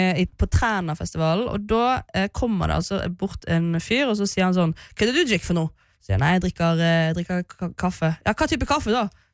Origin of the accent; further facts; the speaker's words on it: Bergen, Vestland, Norway; nei, jeg fra Bergen.